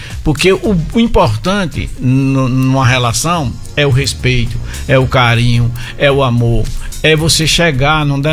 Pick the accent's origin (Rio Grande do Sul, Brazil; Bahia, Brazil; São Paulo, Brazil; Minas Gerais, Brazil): Bahia, Brazil; Acajutiba; born there; moved away as an adult; also born or lived in Rodolfo Fernandes / Natal; now in Mossoró, Brazil; Eu nasci na cidade de Acajutiba, na Bahia.